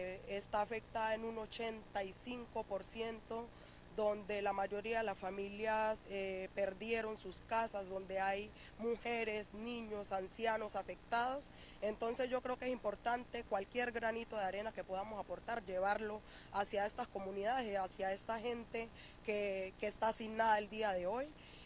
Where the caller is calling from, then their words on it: Chocó, Colombia; Les hablo desde el Chocó. Pues aquí nos encontramos hoy recolectando ayudas para la gente damnificada.